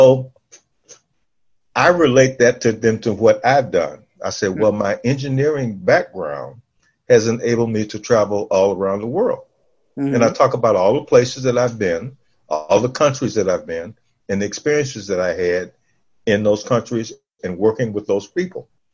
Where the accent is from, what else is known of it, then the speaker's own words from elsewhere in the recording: Detroit, Michigan, United States; moved away; growing up in Detroit, when I grew up in Detroit